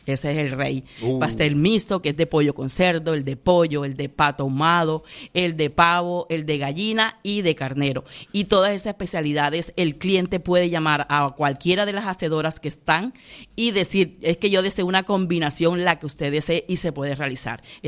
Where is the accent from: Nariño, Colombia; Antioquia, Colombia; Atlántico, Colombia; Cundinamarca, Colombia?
Atlántico, Colombia; Pital de Megua; somos corregimiento de Baranoa.